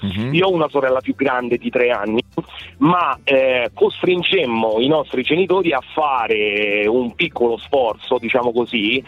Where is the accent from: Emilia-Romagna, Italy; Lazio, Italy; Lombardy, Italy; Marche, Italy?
Lazio, Italy; Rome; now in Perugia, Italy; A Perugia, città della pieve. Si sta bene, si vive bene. Io sono romano, ma vivo qua da molti anni ormai.